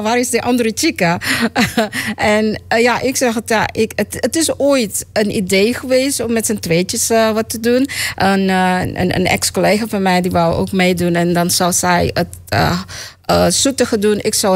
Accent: Suriname; born there; also born or lived in Dallas

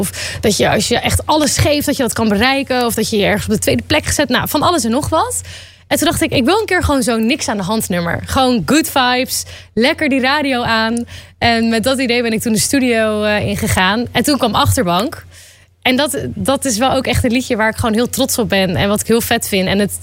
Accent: Hoorn, North Holland, Netherlands; born there; now in Amsterdam, Netherlands; Ik ben geboren in Horen.

